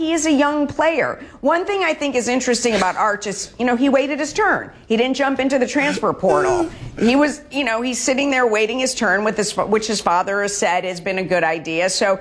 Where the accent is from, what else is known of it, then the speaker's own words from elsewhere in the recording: Buffalo, New York, United States; now in Dallas, United States; I'm from Buffalo.